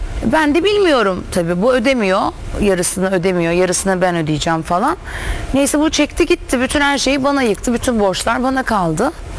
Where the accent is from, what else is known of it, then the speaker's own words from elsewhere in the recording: Adana, Turkey; moved away as an adult; now in Istanbul, Turkey; Adanalıyım. Orada okudum, bitirdim.